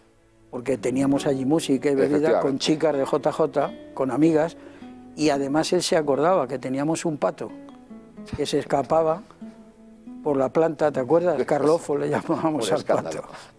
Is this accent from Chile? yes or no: no; Madrid, Community of Madrid, Spain; yo en un piso al lado de la Plaza España. Entonces la Gran Vía era para mí una prolongación de mi domicilio